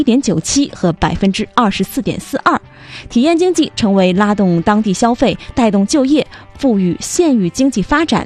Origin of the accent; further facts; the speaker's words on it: Northeast China, China; 就迎来了我们东北的旅游旺季了。